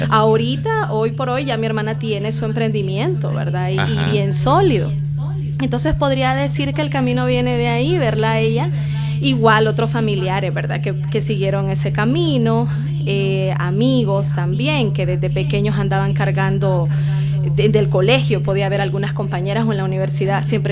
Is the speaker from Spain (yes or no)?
no; Bogotá, Colombia; Crecí en la Kennedy, estudié en el Instituto Católico Emiliani